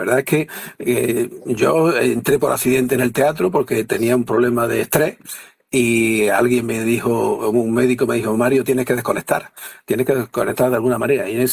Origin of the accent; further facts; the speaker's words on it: Granada, Andalusia, Spain; born there; yo nací en Granada, pero yo cuando me preguntan de dónde eres, digo, yo nací en Granada, pero mi pueblo es Alhama. Y yo he vivido muchos años ahí, tengo muchísimas amistades y la verdad es que me enorgullece ser jameño, aunque sea adoptivo